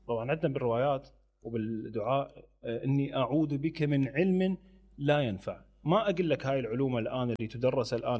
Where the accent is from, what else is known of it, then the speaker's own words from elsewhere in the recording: Iraq; المطبخ بعد ذلك ومبكر يعني انفتح صار اوبن على الصاله، هذه موجوده هذه ما كانت عندنا بالعراق.